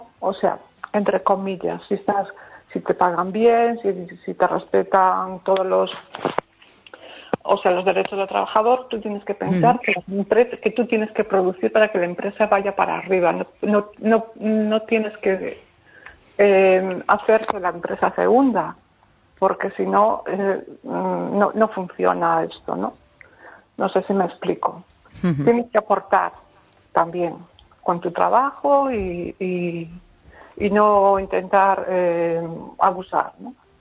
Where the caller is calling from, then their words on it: Pontevedra, Galicia, Spain; de Pontevedra.